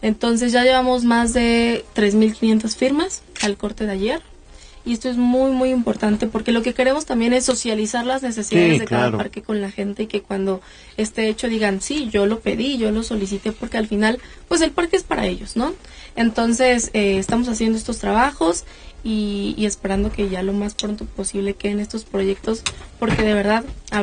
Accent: Puebla, Mexico; hay que difundir esto como poblanos, porque de verdad esto es importante para nuestro estado.

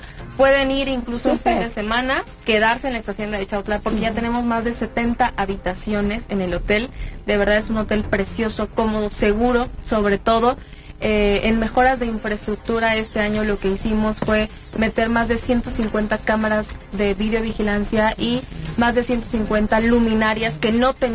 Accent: Mexico; Como mexicanos tenemos muchas tradiciones

